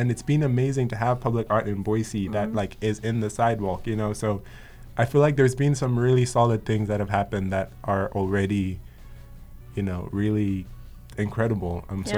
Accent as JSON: {"language": "English", "country": "Malawi", "tie": "born or raised there", "moved": "yes", "said": "I, being born and raised in Malawi"}